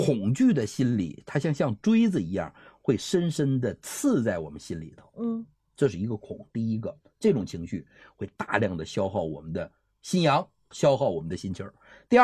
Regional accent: China; 所以说，你看我们中国人最忌讳的

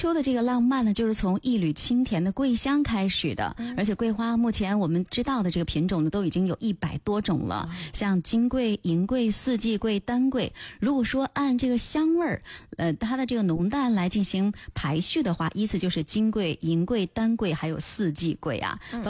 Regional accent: Shanxi, China; 作为我们山西人可能在中午的时候大家都喜欢吃面吧，

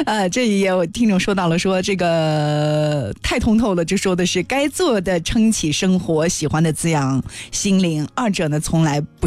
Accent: Xinjiang, China; 就是你说我们新疆人吃羊腿抓饭哪个不是比盘子长都要滋出来，是不是啊？

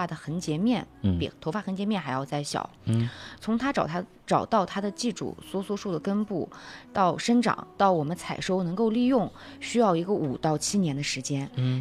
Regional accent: Xinjiang, China; 其实作为我们新疆人是非常骄傲的，因为肉苁蓉呢它的道地产地就是在我们新疆。

